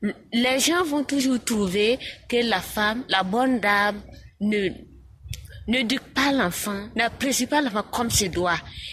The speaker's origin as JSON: {"language": "French", "country": "Burkina Faso", "said": "Chez nous au Burkina Faso, surtout en Afrique."}